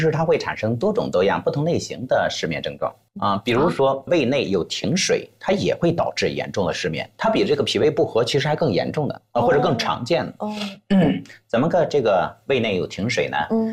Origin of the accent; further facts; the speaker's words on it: China; 我们中国人